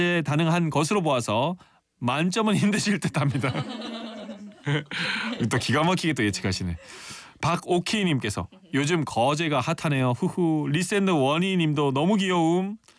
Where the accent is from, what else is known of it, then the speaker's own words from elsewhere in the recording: Ulsan, South Korea; 제가 이제 울산 출신이잖아요.